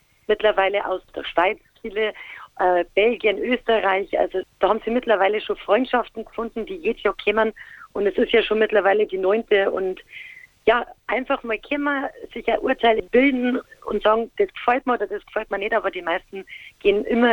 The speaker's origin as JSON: {"language": "German", "region": "Bavaria", "country": "Germany", "accent": "Bavarian", "said": "Das ist nämlich ein bayerischer Titel in unserem Dialekt."}